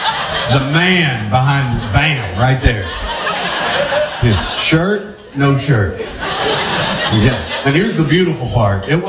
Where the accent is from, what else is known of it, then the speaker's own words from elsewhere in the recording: Kentucky, United States; Oh, Kentucky right there. That's my hometown, you know?